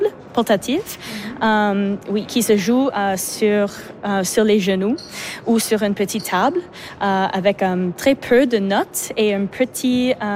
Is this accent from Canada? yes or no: yes; Montreal, Quebec, Canada; parce qu'on vient de Montréal, puis on a essayé de trouver une façon d'amener tous les instruments de Montréal jusqu'à Vancouver.